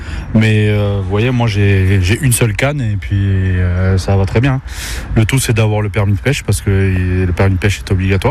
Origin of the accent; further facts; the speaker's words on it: Bordeaux, Nouvelle-Aquitaine, France; Je viens de Bordeaux, moi, à la base.